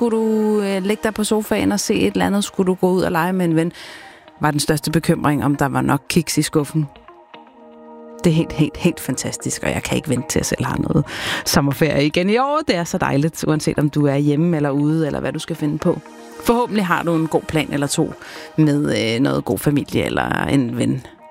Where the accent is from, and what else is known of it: Capital Region of Denmark, Denmark; born or raised there